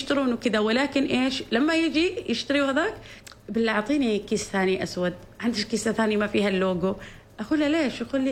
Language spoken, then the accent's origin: Arabic; Salalah, Dhofar, Oman; أنا من صلالة،